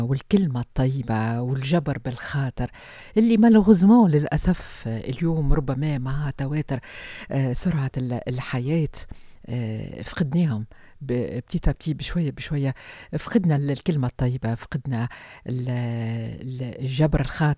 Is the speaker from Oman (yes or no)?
no; Tunisia; accent: Tunisian; يعني بلهجتنا احنا تونسية نقولوا يا حسرة على أيام بكري